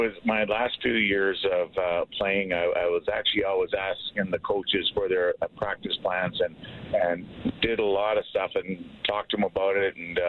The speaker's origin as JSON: {"language": "English", "region": "Saskatchewan", "country": "Canada", "said": "We're both from Saskatchewan."}